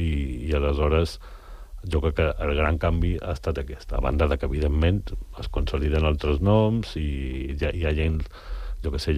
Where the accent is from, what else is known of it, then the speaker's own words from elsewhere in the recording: Balearic Islands, Spain; now in Barcelona, Spain; Tinc en compte que jo visc a Barcelona, som mallorquí, per mi Sant Cugat forma part de l'àrea d'influència de Barcelona